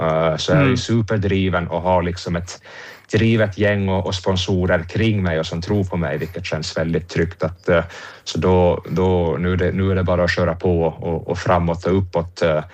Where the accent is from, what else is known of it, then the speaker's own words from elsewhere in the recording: Åland Islands; som ålänning